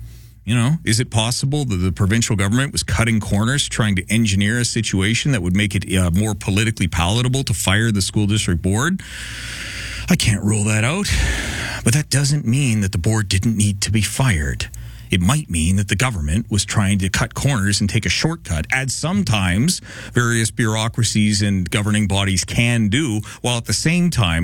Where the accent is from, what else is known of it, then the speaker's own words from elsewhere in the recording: British Columbia, Canada; But as a British Columbian, I will express my apologies on their behalf.